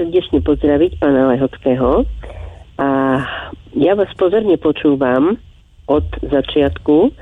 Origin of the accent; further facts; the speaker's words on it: Krompachy, Košice Region, Slovakia; v Krompách, to je moje rodné mestečko.